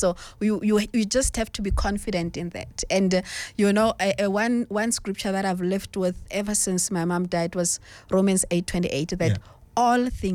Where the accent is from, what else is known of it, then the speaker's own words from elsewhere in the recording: Kimberley, Northern Cape, South Africa; also born or lived in Pampierstad; I was born in Pampierstad. And then when my mom died, I went to Kimberley. Then I stayed with my dad and my stepmother.